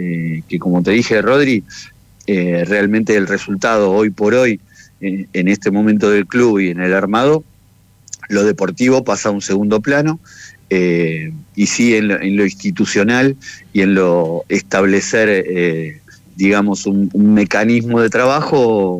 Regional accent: Mar del Plata, Buenos Aires Province, Argentina; yo soy de Mar del Plata

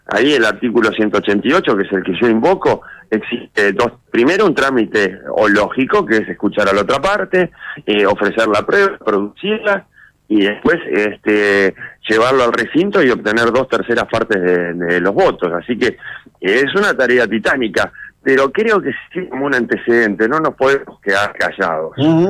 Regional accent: Río Negro, Argentina; Yo soy de Río Negro

